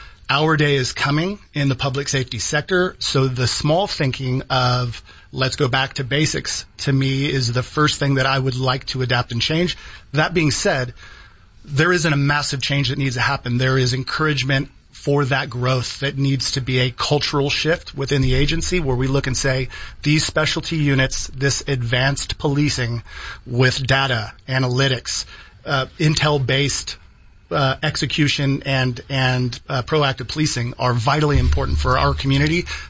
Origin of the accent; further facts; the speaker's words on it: Topeka, Kansas, United States; also born or lived in Southern California; I did a lot of my younger growing up in Topeka, Kansas, before moving to Southern California as my dad was driving trains.